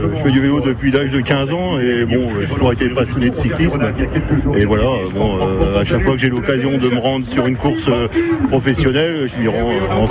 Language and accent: French; Hauts-de-France, France; Eh ben nous venons de la Picardie.